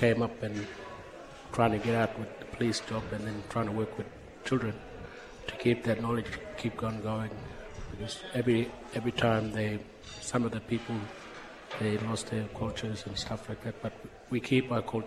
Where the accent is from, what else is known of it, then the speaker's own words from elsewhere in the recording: Northern Territory, Australia; I'm from Water.